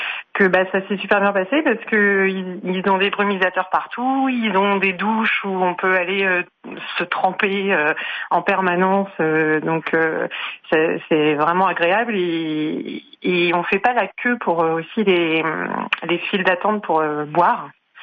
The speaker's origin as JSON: {"language": "French", "region": "Normandy", "country": "France", "said": "moi je suis normande, hein, donc la chaleur c'est pas trop mon truc"}